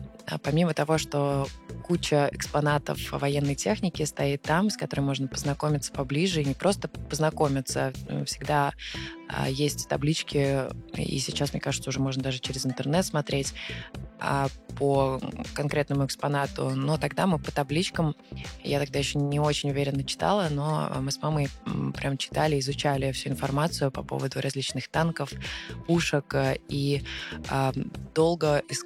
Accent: Moscow, Russia; Именно там прошло мое детство. Детство сознательное, я бы сказала, такой подростковый уже период. Мы родились с братом в Солнцево, а потом переехали поближе туда, к Фили.

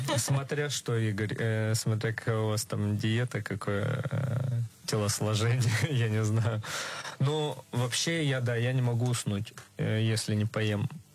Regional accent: Shebutyntsi, Chernivtsi Oblast, Ukraine; born there; Родился в деревне на Украине.

